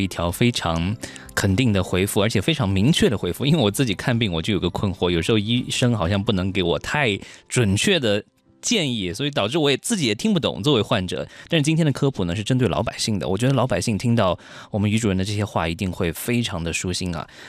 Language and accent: Chinese; Yunnan, China; 我们云南人说了一句话，我们云南是高原，